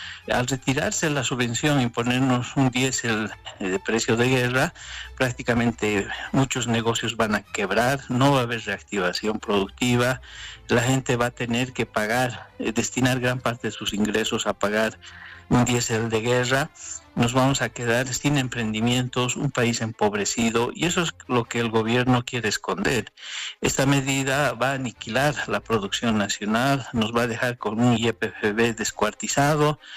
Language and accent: Spanish; Bolivia; nosotros no lo podemos pagar como bolivianos